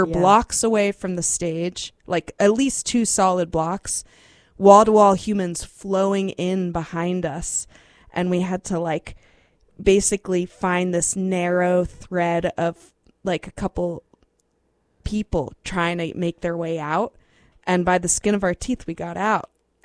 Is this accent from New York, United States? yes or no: yes; New York City, New York, United States; now in Vermont, United States; I grew up in New York City, okay?